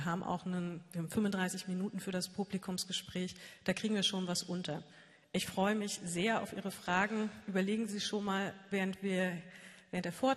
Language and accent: German; Wernigerode, Saxony-Anhalt, Germany; ich komme auch aus Wernigerode, bin hier aufgewachsen, geboren und aufgewachsen